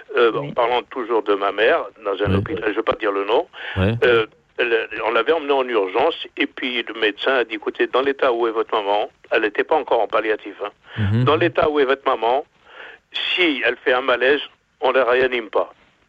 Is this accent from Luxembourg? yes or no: no; Angers, Pays de la Loire, France; elle est de mon village natal. Elle est assez rigolo, hein, Angers, à plusieurs milliers de kilomètres quand même.